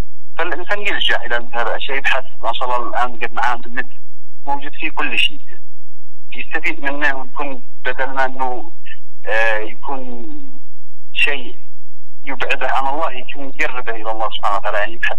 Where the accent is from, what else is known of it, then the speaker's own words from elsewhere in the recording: Yemen; احنا كشعب يمني